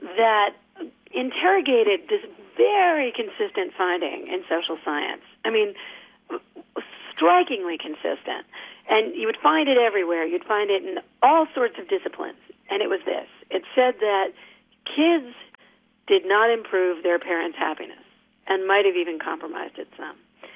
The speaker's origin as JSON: {"language": "English", "region": "New York", "country": "United States", "said": "I love New York. I'm from New York."}